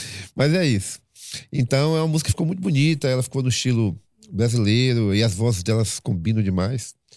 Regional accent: Brazil; now in Europe; Aqui todo mundo fala português, eu sou brasileiro

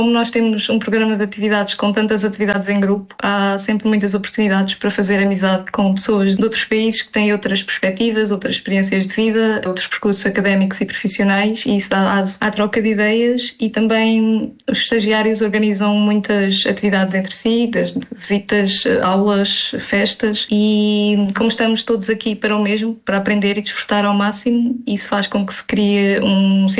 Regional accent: Coimbra, Centro, Portugal; tenho 26 anos e sou de Coimbra

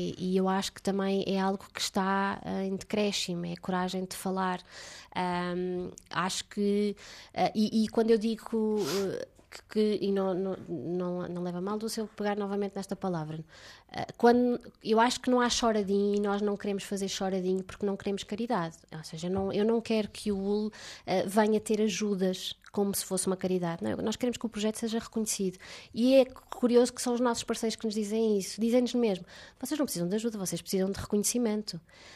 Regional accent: Covilhã, Centro, Portugal; eu nasci na Covilhã e que cresci com um déficit de oferta cultural

